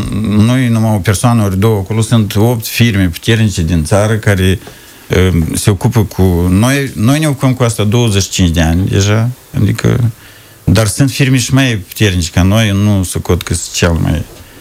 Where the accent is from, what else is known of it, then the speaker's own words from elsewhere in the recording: Sculeni, Ungheni District, Moldova; satul Sculeni, satul meu natal de Baștină.